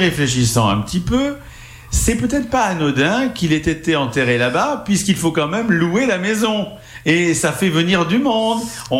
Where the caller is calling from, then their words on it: Cannes, Provence-Alpes-Côte d'Azur, France; je viens de Cannes, donc je connais un peu l'histoire.